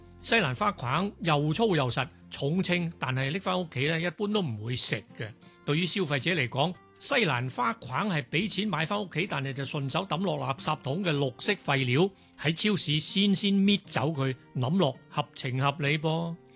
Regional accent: Hong Kong; now in Sydney, Australia; 仲记得细个喺香港嘅时候呢

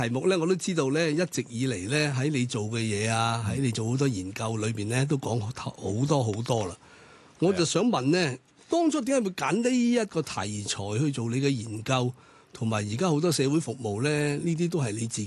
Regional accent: Hong Kong; 細個喺香港大啦。

